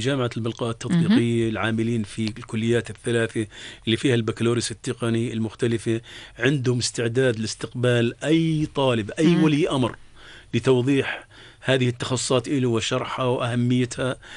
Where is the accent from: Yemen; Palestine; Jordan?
Jordan